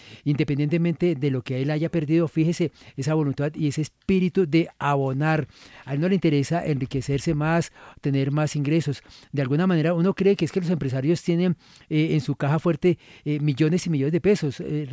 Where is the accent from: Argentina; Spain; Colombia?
Colombia; nosotros como colombianos